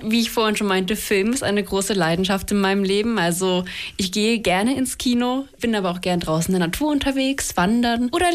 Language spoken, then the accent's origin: German; Saxony, Germany; Ich komme gebürtig auch hier aus der Westlausitz direkt. Also ich war schon immer hier und bin jetzt auch hier geblieben.